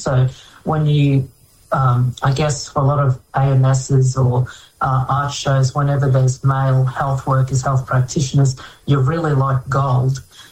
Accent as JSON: {"language": "English", "town": "Bundaberg", "region": "Queensland", "country": "Australia", "tie": "born or raised there"}